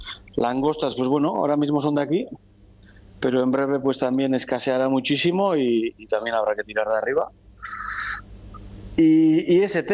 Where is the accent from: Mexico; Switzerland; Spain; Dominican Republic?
Spain; Ondarroa, Basque Country; O sea, en mi pueblo, Ondarroa, antes era Dios.